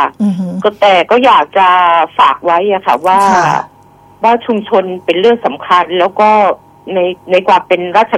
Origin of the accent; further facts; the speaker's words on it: Chachoengsao, Thailand; ดิฉันคนฉะเชิงเทราค่ะ